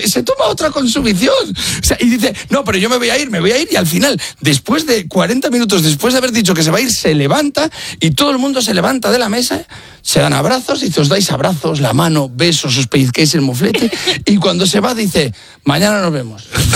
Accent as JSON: {"language": "Spanish", "town": "Valladolid", "region": "Castile and León", "country": "Spain", "said": "porque yo soy de Valladolid es que se nos da el mal la primera a todos los de esa ciudad"}